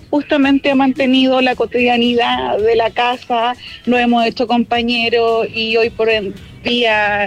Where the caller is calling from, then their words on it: Quilpué, Valparaíso, Chile; soy de Quilpué